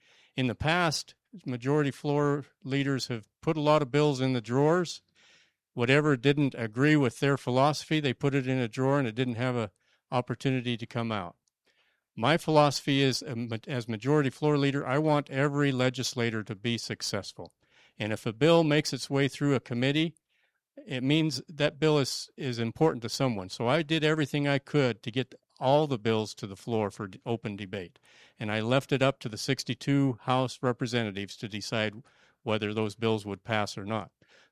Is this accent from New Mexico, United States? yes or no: no; Bedford, Wyoming, United States; I grew up here in Star Valley in Bedford